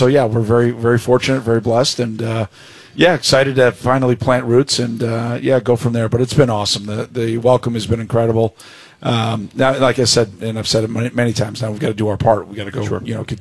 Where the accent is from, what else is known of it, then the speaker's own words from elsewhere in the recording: Orland Park, Illinois, United States; It reminds me a lot of my hometown in Orland Park, Illinois